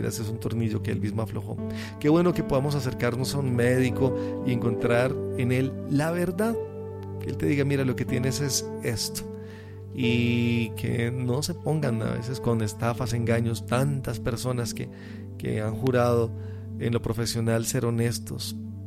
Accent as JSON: {"language": "Spanish", "country": "Colombia", "said": "como colombianos, como hispanos, latinos"}